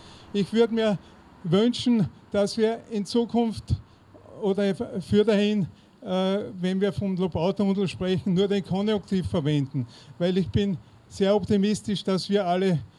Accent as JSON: {"language": "German", "town": "Essling", "region": "Vienna", "country": "Austria", "said": "Hallo, ich bin aus Essling, bin Biologe"}